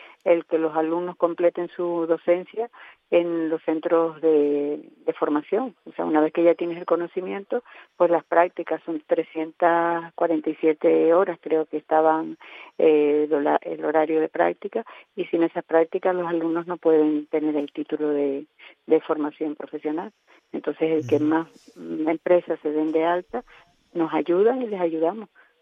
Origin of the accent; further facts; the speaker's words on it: Canary Islands, Spain; la expresión fue como muy canaria